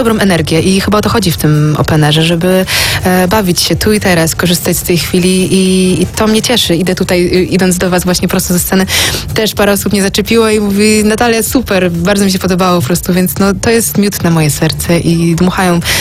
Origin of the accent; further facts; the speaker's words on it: Gdańsk, Pomeranian Voivodeship, Poland; mam rodziców w Gdańsku, dom rodziny w Gdańsku, więc tak, jako gdańszczanka, super tutaj zawitać w Gdyni, w Trójmieście.